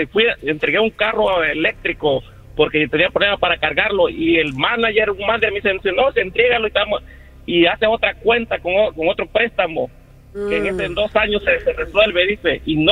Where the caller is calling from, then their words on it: New Brunswick, New Jersey, United States; Yo vivo en New Brunswick